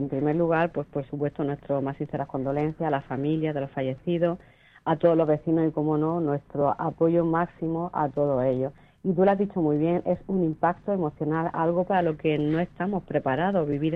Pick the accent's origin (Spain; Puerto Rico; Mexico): Spain; Vélez-Rubio, Andalusia; Además, yo soy de Belerrubio, relativamente cerca.